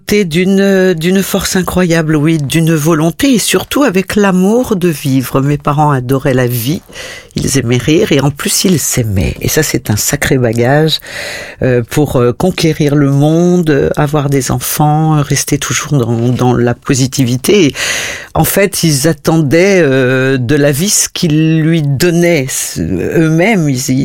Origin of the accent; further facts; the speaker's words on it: Lyon, Auvergne-Rhône-Alpes, France; born there; je suis née à Lyon. Donc, lyonnaise, oui, de hasard.